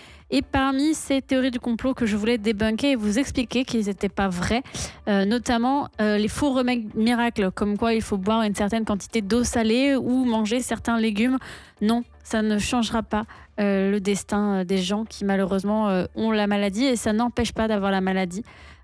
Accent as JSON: {"language": "French", "country": "France", "said": "parce que bon, vous l'entendez à mon accent, je suis française, mais j'ai un petit intérêt quand même pour la Norvège."}